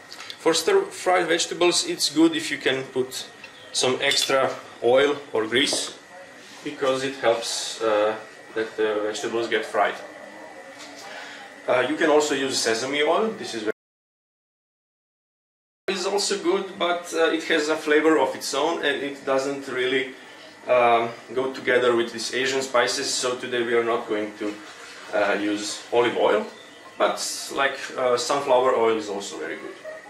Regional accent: Croatia; English is a second language; I'm from Croatia, and we are here at our newest cooking lesson.

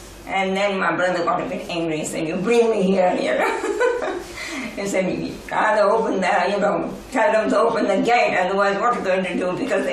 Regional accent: New Zealand; we said, I come from New Zealand.

